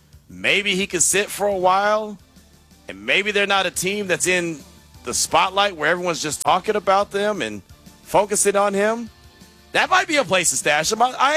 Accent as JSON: {"language": "English", "region": "California", "country": "United States", "said": "I know I'm from the Bay, but we ain't ghost riding the whip here, are we?"}